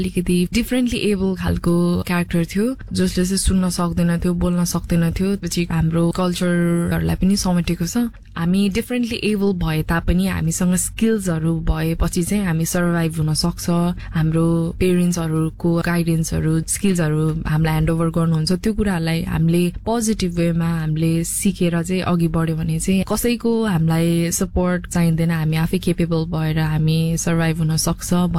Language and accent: Nepali; Koshi Province, Nepal; now in Brunei